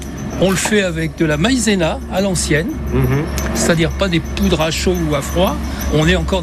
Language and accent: French; Réunion; Je suis originaire de La Réunion. Je suis en fait la 11e génération de La Réunion.